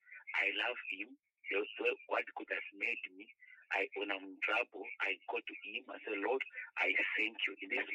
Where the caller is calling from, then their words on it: Kitwe, Copperbelt, Zambia; Yeah, I'm going from Kitwe.